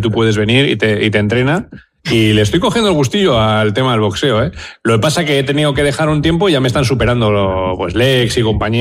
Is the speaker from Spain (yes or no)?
yes; Bilbao, Basque Country, Spain; yo soy de Bilbao